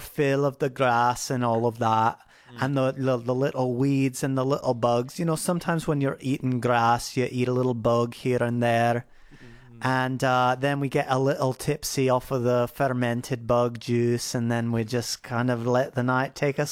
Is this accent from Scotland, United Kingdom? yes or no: yes; Scotland, United Kingdom; now in Austin, United States; I've relocated to Austin, Texas. I am Scottish, of course, as you can probably tell by the way I look.